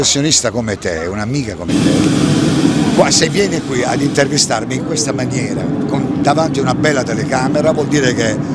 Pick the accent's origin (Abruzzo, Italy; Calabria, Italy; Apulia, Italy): Apulia, Italy; Taranto; Io sono stato sempre innamorato della mia città